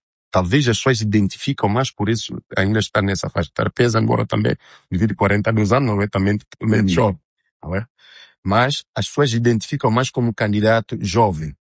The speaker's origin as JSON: {"language": "Portuguese", "country": "São Tomé & Príncipe", "said": "Eu, enquanto santomense, eu, enquanto jovem, enquanto um indivíduo que pensa muito sobre a realidade do país"}